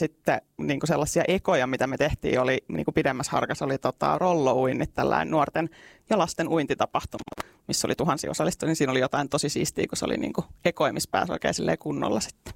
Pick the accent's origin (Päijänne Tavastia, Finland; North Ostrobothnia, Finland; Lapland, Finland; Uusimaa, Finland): Päijänne Tavastia, Finland; Asikkala; also born or lived in London; now in Lahti, Finland; Mä oon siis Asikkalasta kotoisin, ja Lahdessa paljon pyörinyt